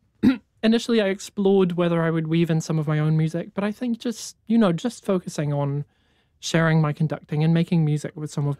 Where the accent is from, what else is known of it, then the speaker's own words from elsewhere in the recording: Wellington, New Zealand; also born or lived in Johannesburg, South Africa; I'm from Wellington, but I was born in Johannesburg and I moved here when I was a kid.